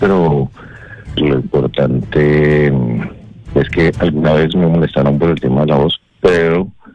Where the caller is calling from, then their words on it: Bogotá, Bogotá Capital District, Colombia; Estoy aquí en el norte de Bogotá.